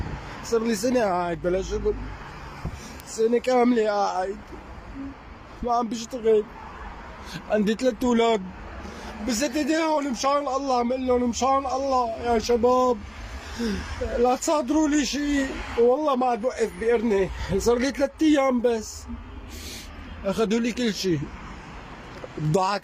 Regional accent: Egypt; now in Syria; انا مواطن مصري، ما لي علاقه لا بالنظام ولا لي علاقه بهدول ولا بهدنك ولا بحدا

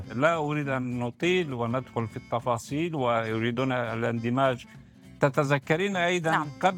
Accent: Syria; نحن ككل سوريين

